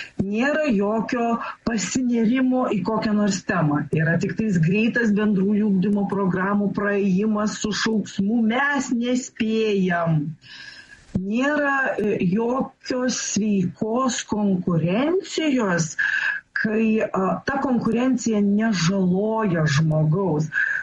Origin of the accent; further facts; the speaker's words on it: Švenčionys, Vilnius County, Lithuania; mano gimtojo miesto Švenčionių gimnaziją ir kokią nors Kauno gimnaziją